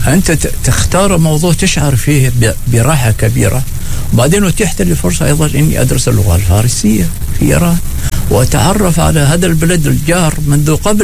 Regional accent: Oman; ولذلك أنا لما كنت في إيران أقول لهم أنا من عمان، قولوا إيش؟ قابوس

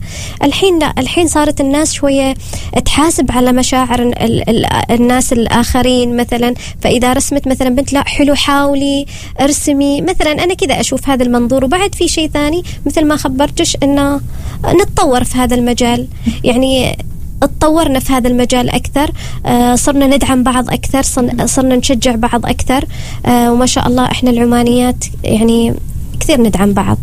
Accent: Oman; هو فعلا رخيص عندنا في عمان

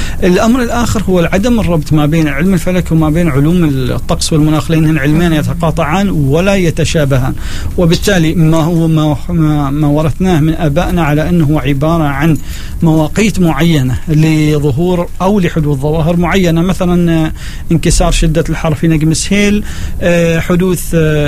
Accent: Oman; النواخذة اللي موجودين معنا في مرباط أو في صور

